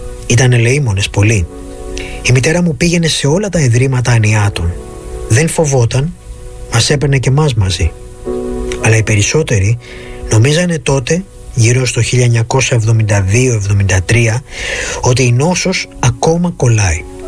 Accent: Mandra, Greece; στο χωριό μου στη Μάντρα

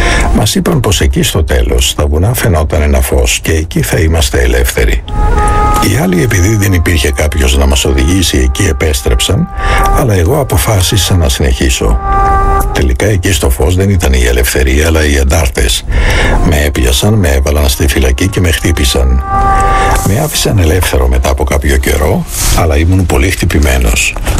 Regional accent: Syria; Greek is a second language; Μια μέρα μπήκαν οι αντάρτες, οι φανατικοί Ισλαμιστές στο σπίτι μας, που βρισκόταν σε μια παραθαλάσσια μεσογειακή πόλη της Συρίας.

